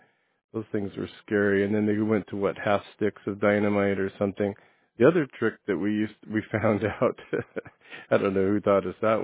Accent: Idyllwild, California, United States; when I grew up in Idlewild

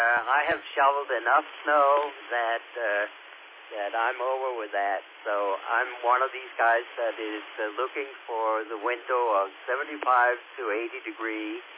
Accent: Copenhagen, Capital Region of Denmark, Denmark; moved away as an adult; also born or lived in Folsom, California; now in United States; I'm born and raised in Copenhagen

